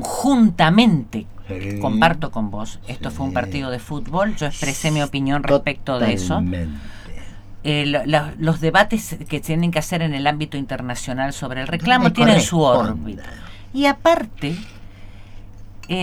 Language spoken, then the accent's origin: Spanish; Argentina